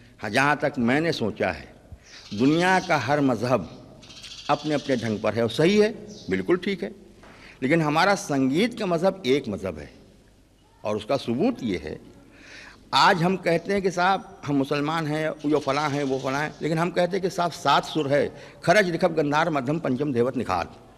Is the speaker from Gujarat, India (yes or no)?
no; Varanasi, Uttar Pradesh, India; जैसे हमारी बोली है। अब हम हमारे बनारस के बोले कहा भैया, कहाँ से आवत हुआ, कहाँ जात हुआ